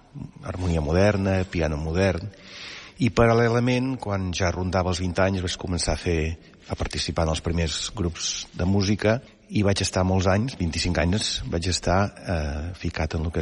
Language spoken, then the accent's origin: Catalan; Banyoles, Catalonia, Spain; Jo sóc de Banyoles.